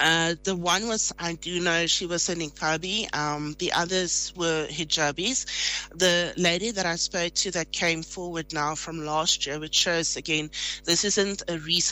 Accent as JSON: {"language": "English", "country": "South Africa", "said": "I'm a South African citizen."}